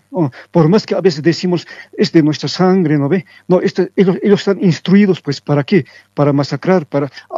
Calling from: El Alto, La Paz, Bolivia; Yo vivo en El Alto

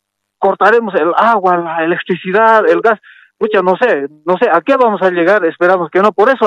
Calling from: Oruro, Bolivia; Buen día, don Rubén Quispe, desde Oruro.

